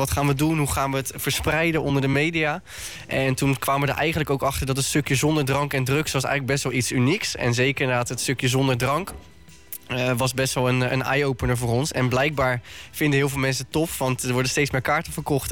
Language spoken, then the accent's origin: Dutch; Delft, South Holland, Netherlands; En ik kom zelf ook uit Delft, dus lekker uit de buurt.